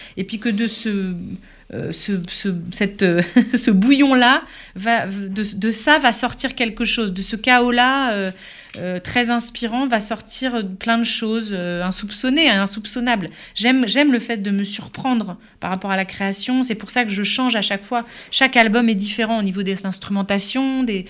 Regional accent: Paris, Île-de-France, France; moved away as an adult; also born or lived in Quebec; moi, je suis née à Paris. J'ai grandi à Paris. Toute ma famille vient de Paris. C'est une ville que j'ai dans mon cœur et voilà, qui fait partie de moi. Et après, le Québec qui est rentré dans ma vie quand j'avais 25 ans

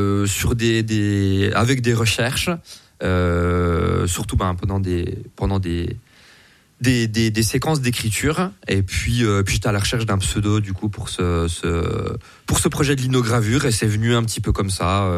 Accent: Bourgogne-Franche-Comté, France; moved away as an adult; also born or lived in Dole; now in Besançon, France; je suis né à Besançon, voilà. Et puis j'ai grandi pas très loin dans le Jura. Et puis je suis revenu il y a un moment. Donc oui, 100% de Besançon

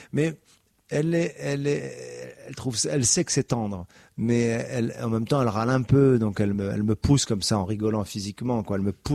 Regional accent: Casablanca, Casablanca-Settat, Morocco; born there

